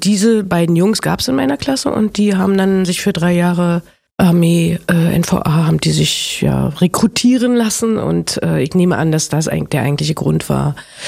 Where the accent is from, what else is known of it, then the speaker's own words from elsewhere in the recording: Berlin, Germany; Berlin-Biesdorf.